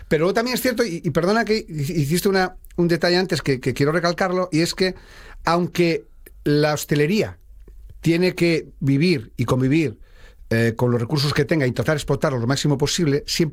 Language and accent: Spanish; Galicia, Spain; Y es que yo soy gallego.